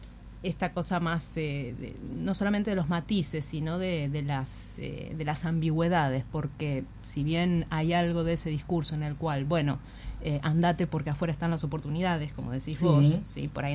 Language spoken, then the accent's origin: Spanish; Tierra del Fuego, Argentina; born there; yo nací acá